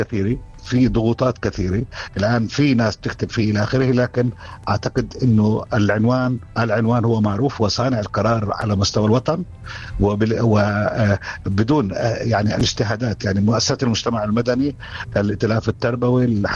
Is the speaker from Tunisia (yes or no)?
no; Palestine; أنا أكون كفلسطيني